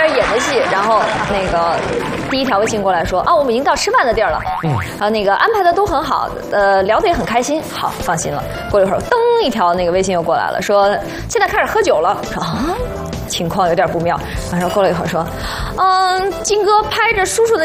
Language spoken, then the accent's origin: Chinese; Anhui, China; 我是安徽人嘛，安徽有一句话就是你酒品就是人品